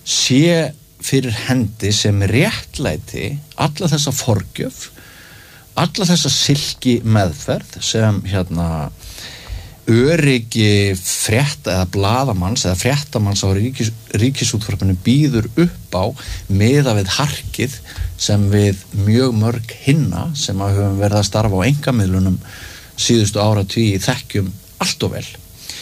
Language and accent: Icelandic; Mývatnssveit, Northeastern Region, Iceland; Ég náttúrulega ólst upp í Mývarsveit og var uppfullur af goskvíða á viðkvæmum árum. Ég var tiltölulega stutt frá eldstöðunum.